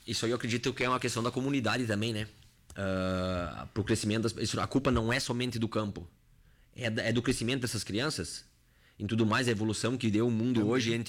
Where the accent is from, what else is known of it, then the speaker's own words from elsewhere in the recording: Mormaço, Rio Grande do Sul, Brazil; Eu cresci no interior, eu sou do Mormaço, né? Mormaço, Soledade, que era tudo um chão só, até hoje, né? Então, eu tive sorte, eu sou de 88